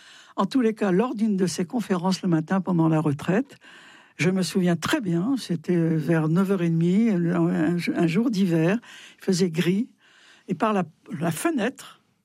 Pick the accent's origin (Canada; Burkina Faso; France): France; Moi, j'aime la France. Hein. J'aime profondément la France. Je suis une Française.